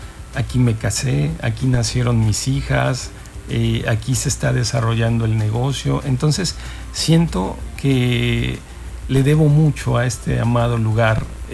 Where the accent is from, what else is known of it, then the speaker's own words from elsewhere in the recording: Mexico City, Mexico; moved away as an adult; now in Cancún, Mexico; me siento cancunense, ¿no? Siento que yo vengo de la Ciudad de México, nací en la Ciudad de México, viví y estudié allá, y realmente decidí venir a Cancún por buscando las oportunidades que no encontraba en Ciudad de México.